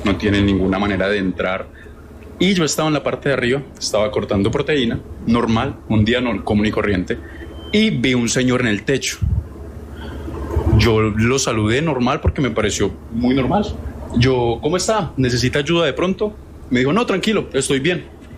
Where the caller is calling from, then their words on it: Manizales, Caldas, Colombia; Yo vivo en Manizales.